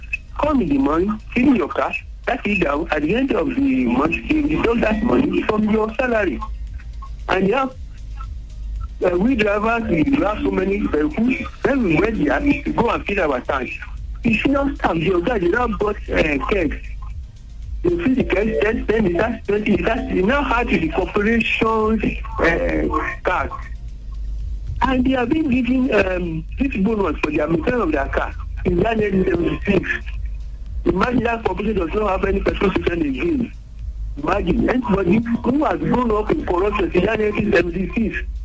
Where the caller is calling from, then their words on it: Enugu, Enugu State, Nigeria; I'm calling from Akwata.